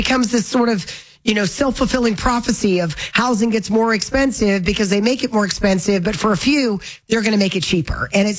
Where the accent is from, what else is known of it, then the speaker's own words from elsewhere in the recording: Florida, United States; now in Colorado, United States; I'm from Florida where water falls out of the sky every day. Yeah. I've never dealt with water issues until I moved here.